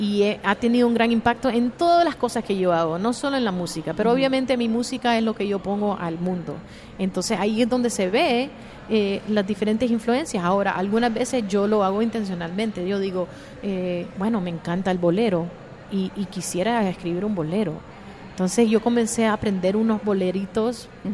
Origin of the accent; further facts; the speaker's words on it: United States; born there; yo vengo de la comunidad inmigrante, mis padres pasaron por todo eso. Yo gracias a Dios nací en los Estados Unidos